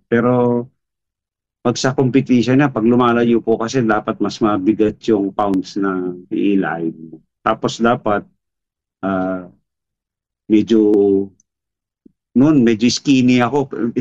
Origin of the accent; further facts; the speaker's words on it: Central Luzon, Philippines; First year high school ako nung mag-start na ako sa ngayon Tarlac State University dito sa probinsya namin sa Tarlac.